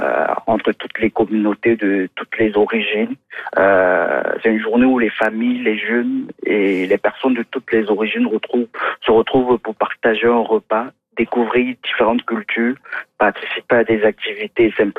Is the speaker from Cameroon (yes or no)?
yes; Douala, Littoral, Cameroon; now in Quebec, Canada